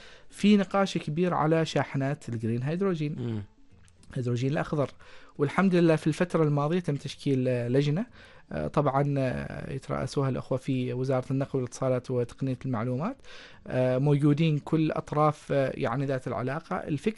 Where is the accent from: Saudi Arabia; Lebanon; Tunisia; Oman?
Oman